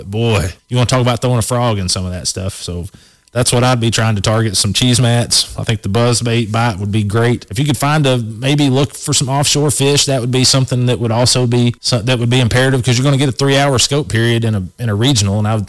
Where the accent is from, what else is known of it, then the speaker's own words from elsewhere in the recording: Tennessee, United States; me growing up on Watts Bar